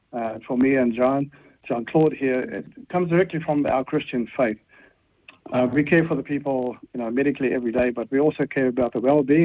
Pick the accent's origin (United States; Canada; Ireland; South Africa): South Africa; moved away as an adult; now in Timaru, New Zealand; And, I'm also from South Africa originally.